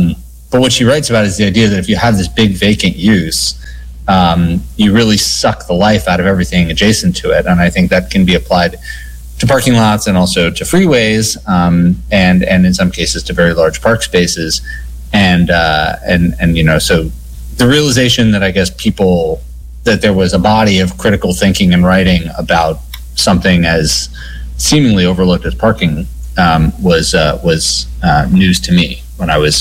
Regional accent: New York, United States; I grew up in New York, and so I grew up in an environment where it was, you know, you kind of took it for granted that you could walk everywhere or ride the train or ride a bicycle.

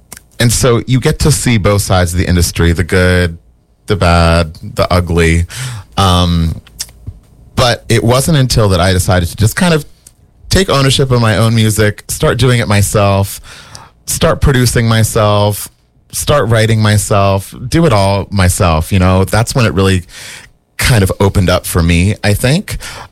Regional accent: Wilmington, Delaware, United States; moved away; also born or lived in Boston; my hometown of Wilmington, Delaware. Big shout out to the 302.

